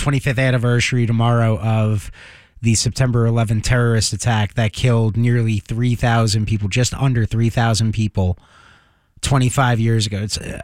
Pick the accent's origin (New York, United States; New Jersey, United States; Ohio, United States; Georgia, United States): New York, United States; Long Island; now in Chesapeake, United States; growing up on Long Island and being no more than an hour outside of the city.